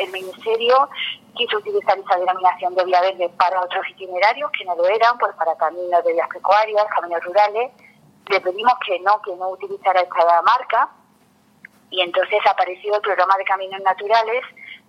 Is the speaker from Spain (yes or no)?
yes; Andalusia, Spain; Y lo digo con esa exageración que puedo permitirme como andaluza.